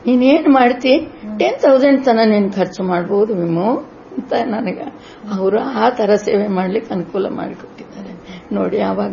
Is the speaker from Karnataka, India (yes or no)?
no; Andhra Pradesh, India; born there; Kannada is a second language; moved away; ನಾನು ಆಂಧ್ರದಲ್ಲಿ ಹುಟ್ಟಿರಕ್ಕೆ ನಾನು ಕನ್ನಡ ಬರ್ತಿದ್ದಿಲ್ಲ